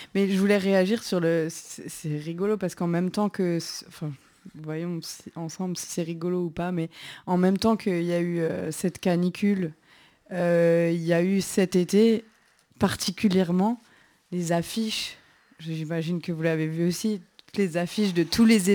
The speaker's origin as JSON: {"language": "French", "region": "Grand Est", "country": "France", "said": "Moi, je viens du Sungo, donc dans n'importe quel petit village."}